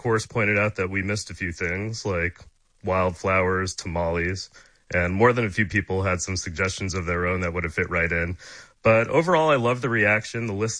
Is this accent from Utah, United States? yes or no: no; New York, United States; moved away as an adult; now in San Antonio, United States; I grew up in the New York area and spent time living in the city.